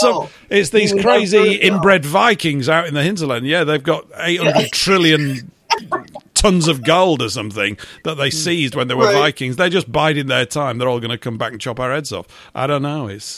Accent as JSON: {"language": "English", "region": "Yorkshire and the Humber", "country": "United Kingdom", "tie": "born or raised there"}